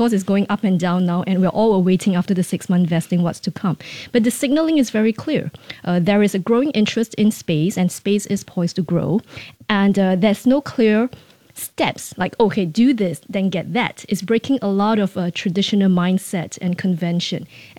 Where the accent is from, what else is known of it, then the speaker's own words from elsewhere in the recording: Singapore; as a Singaporean